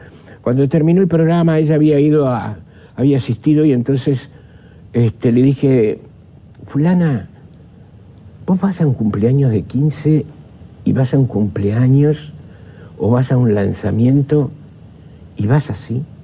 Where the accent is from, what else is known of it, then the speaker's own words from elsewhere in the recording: Uruguay; Somos uruguayos